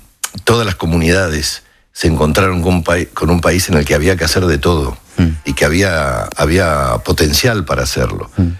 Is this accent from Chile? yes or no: no; Argentina; Bien, uh-huh, como somos los argentinos.